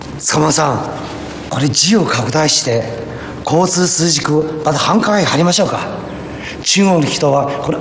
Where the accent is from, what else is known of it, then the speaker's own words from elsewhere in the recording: China; Japanese is a second language; いや、ちょっと恥ずかしながら、私は中国育ちだけれど、ちょっと中国の文化に関しては全く興味ないんですよ。